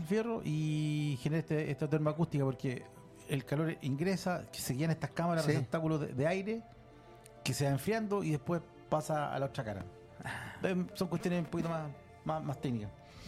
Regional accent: Chile

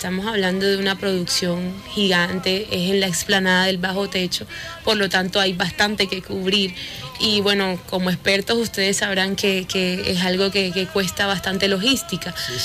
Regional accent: Colombia; Yo soy de Colombia

